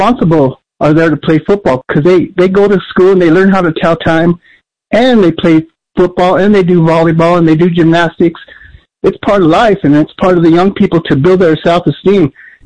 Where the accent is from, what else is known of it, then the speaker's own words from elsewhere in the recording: Denver, Colorado, United States; Hey, I grew up in Denver, so I can only speak to Denver